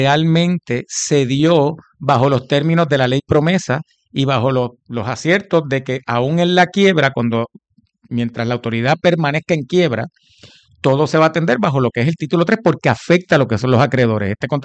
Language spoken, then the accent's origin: Spanish; Puerto Rico; es de todos nosotros como puertorriqueños